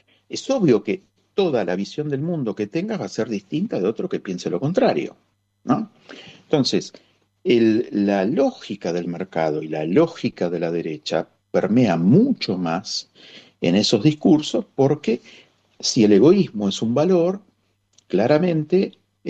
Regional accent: Buenos Aires, Argentina; como ciudadano porteño o medio

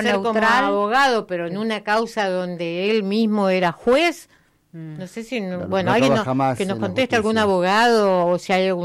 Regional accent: Catriel, Río Negro, Argentina; now in Barda del Medio, Argentina; Buen día, soy de Catriel. Este de año Catriel. Me vine a Barda del Medio.

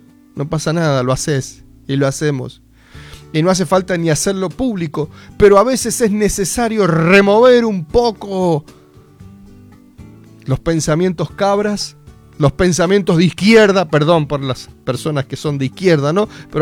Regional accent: Argentina; somos recontra argentinos.

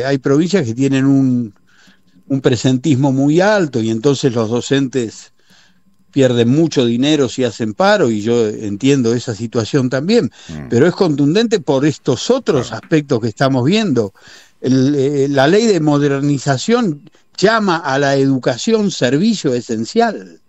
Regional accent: Argentina; nos avergüenza como argentinos

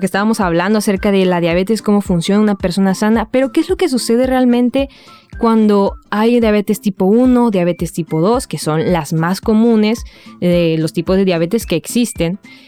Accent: Mexico; moved away; En México, les voy a hablar un poquito acerca de donde vengo

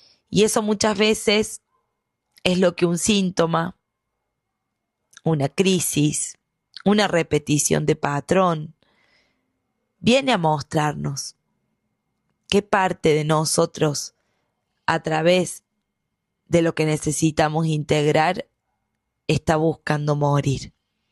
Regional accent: Córdoba, Argentina; Soy de Córdoba, Argentina.

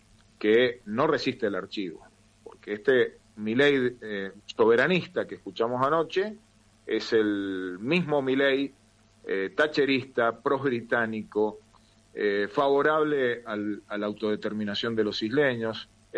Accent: Argentina; me duele como argentino

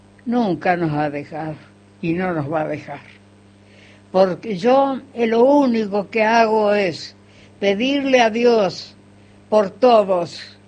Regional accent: Nueva Galia, San Luis, Argentina; moved away; Mi querido pueblito, que lo adoro, porque yo nací ahí, me crié ahí todo. Yo tengo familiares en Nueva Galia

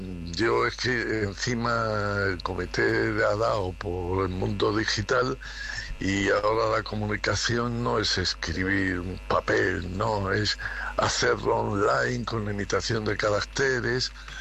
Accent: Spain

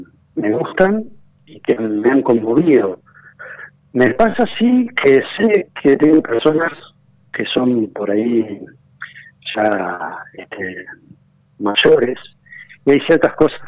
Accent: Argentina; porque así somos los argentinos, así grandilocuentes y los mejores del mundo.

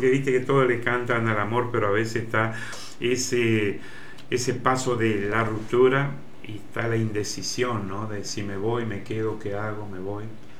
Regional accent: Hernandarias, Entre Ríos, Argentina; a mi pueblo, Hernandaria

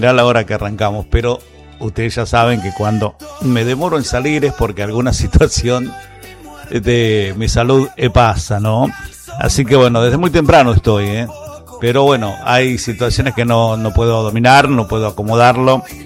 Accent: Argentina; ya sabemos que somos argentinos

